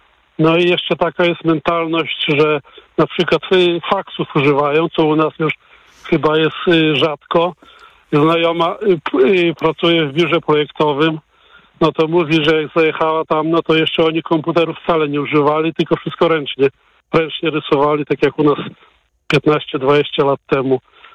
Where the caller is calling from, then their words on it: Podlaskie Voivodeship, Poland; Tutaj u nas na Podlasiu